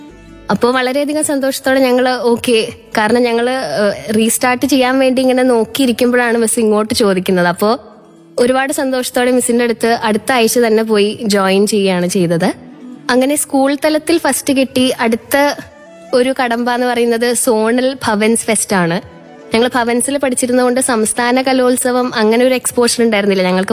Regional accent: Tripunithura, Kerala, India; Ernakulam Tripunithura സ്വദേശിനിയാണ്. Sacred heart കോളേജിൽ MCOM 1st year വിദ്യാർത്ഥിനിയാണ്.

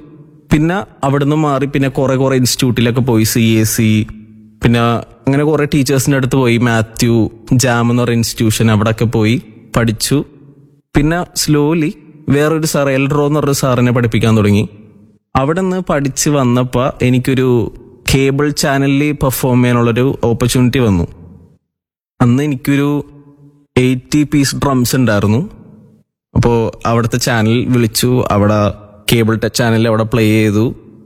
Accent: Thoppumpady, Kerala, India; ഞാൻ തോപ്പുംപടി സ്വദേശിയാണ്.

